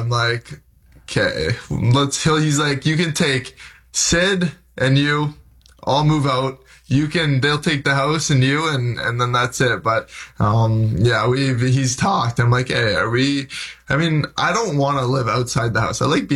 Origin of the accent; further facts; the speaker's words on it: Stony Creek, Ontario, Canada; Stony Creek, so just outside Hamilton. So okay. My dad's always saying, you know, we're from Stony Creek. Winona is actually the spot, but Stony Creek, and I mean, it's just outside Hamilton. So I played on the Hamilton Junior Bulldogs growing up.